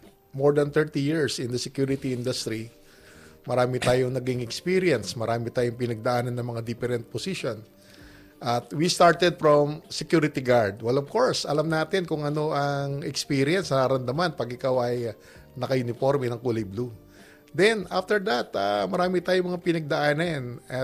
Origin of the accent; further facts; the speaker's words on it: Manila, Metro Manila, Philippines; By the way, ako po ay ipinanganak at lumaki sa Tondo. No, doon po ako nag-aral ng aking elementary sa General Vicente Lim Elementary School at next sa General Emilio Jacinto Elementary